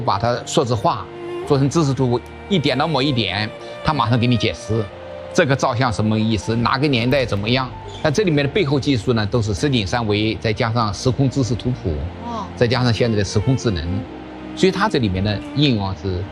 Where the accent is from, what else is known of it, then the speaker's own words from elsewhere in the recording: China; 我们中国人也应该这个做到这一点